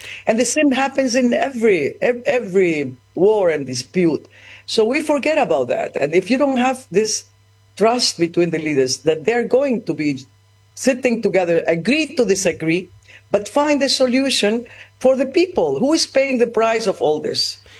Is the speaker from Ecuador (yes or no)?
yes; Ecuador; I was raised in Ecuador that Peru is my enemy. That as a child, I went to school, that Peru was our enemy that took half of our land